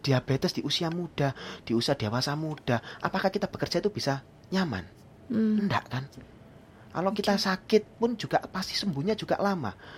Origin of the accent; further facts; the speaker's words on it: Java, Indonesia; kalau kita orang Jawa orangnya masih semeko, ya.